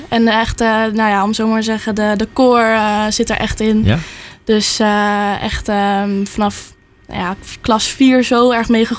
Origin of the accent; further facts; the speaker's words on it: Langweer, Friesland, Netherlands; Ik kom zelf uit Langweer. Ja, ja. Lekker hier dichtbij.